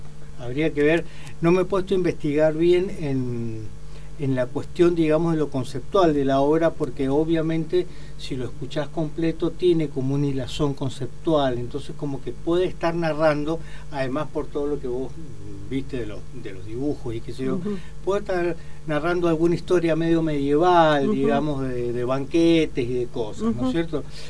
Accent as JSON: {"language": "Spanish", "region": "Mendoza", "country": "Argentina", "said": "No soy chileno, soy mendocino."}